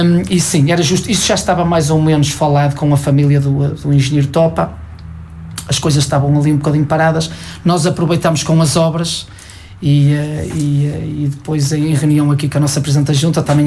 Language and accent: Portuguese; Gião, Portugal; eu não sou de Vila Maior, sou de Gião.